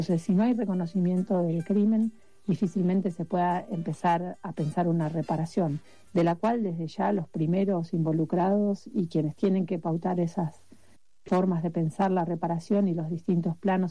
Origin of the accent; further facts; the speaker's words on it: San Carlos de Bariloche, Río Negro, Argentina; el lugar donde vivo, yo soy de Bariloche.